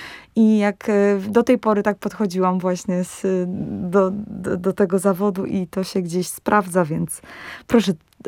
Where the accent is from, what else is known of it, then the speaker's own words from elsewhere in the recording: Łódź, Łódź Voivodeship, Poland; jestem z Jaracza, jestem stąd.